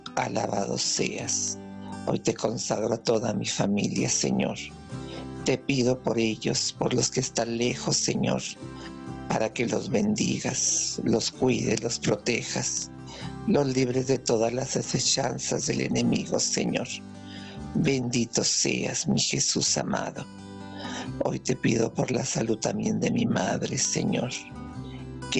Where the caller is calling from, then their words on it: Santa Bárbara, Chihuahua, Mexico; De Santa Bárbara, Chihuahua.